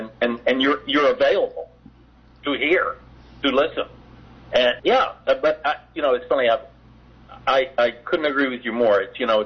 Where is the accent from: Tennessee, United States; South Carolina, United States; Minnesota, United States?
Tennessee, United States; Memphis; moved away; also born or lived in New York / Virginia / San Francisco; I'm from Memphis originally. I'm from the South, and if you're a Southerner, you're exposed to a lot of different Southern dialects. And I lived in New York. I lived in Virginia. I lived in San Francisco.